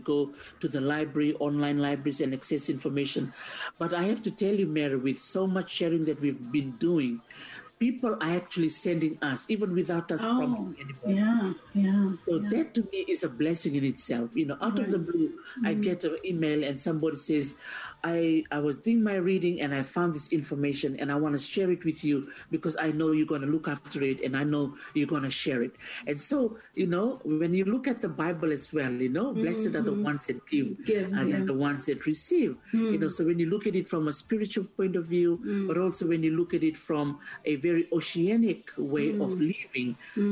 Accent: Fiji; now in England, United Kingdom; I'm from Fiji and I'm in this room in England.

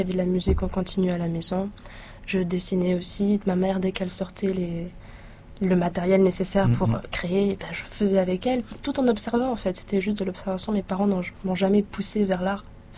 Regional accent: South Province, New Caledonia; also born or lived in France; Donc je suis métisse vanuatoise et française, mais j'ai grandi en Nouvelle-Calédonie.

